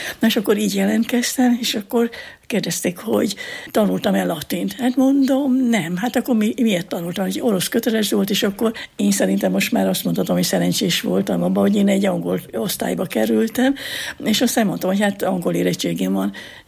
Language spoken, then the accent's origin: Hungarian; Szikszó, Borsod-Abaúj-Zemplén, Hungary; born there; történetesen Szikszón születtem, tehát az ottani kisvárosba